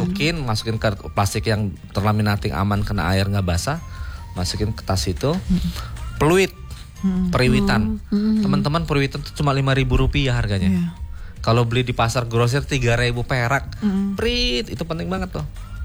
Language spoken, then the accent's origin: Indonesian; Bandar Lampung, Lampung, Indonesia; Walaupun saya orang Bandar Lampung.